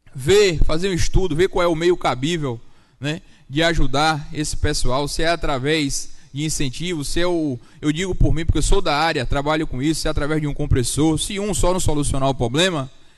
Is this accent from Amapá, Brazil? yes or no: no; Itatim, Bahia, Brazil; born there; daquele povoado, do departamento, minha terra